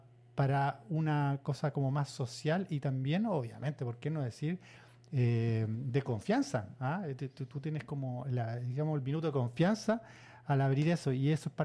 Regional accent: Chile

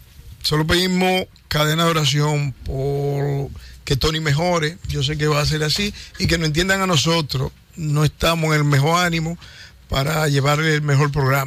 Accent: Dominican Republic; Nosotros como dominicanos somos los más perjudicados.

